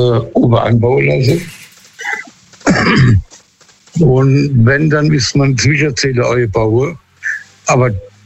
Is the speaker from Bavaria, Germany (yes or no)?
no; Hesse, Germany; Ich bin eigentlich aus der Nähe von Biblis.